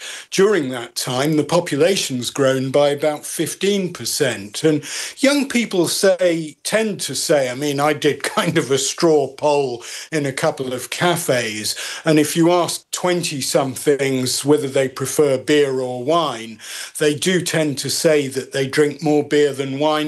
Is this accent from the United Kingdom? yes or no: yes; United Kingdom; Well, you know, I am a Brit